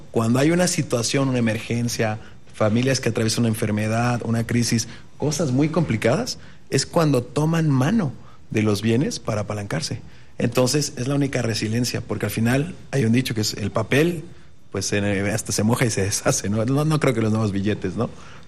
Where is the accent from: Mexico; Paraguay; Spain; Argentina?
Mexico; desde la perspectiva, sí, como mexicano